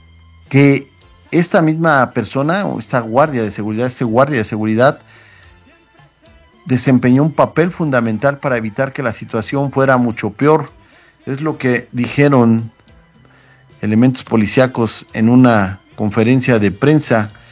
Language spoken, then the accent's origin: Spanish; Mexico